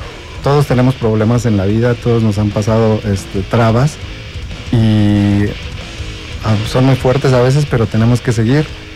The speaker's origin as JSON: {"language": "Spanish", "region": "Mexico City", "country": "Mexico", "moved": "yes", "lives_now": "Querétaro, Mexico", "said": "yo soy de Ciudad de México"}